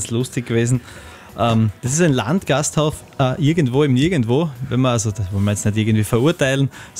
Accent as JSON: {"language": "German", "town": "Graz", "region": "Styria", "country": "Austria", "tie": "born or raised there", "said": "für uns als Grazer, Graz-Umgebung aufgewachsenen"}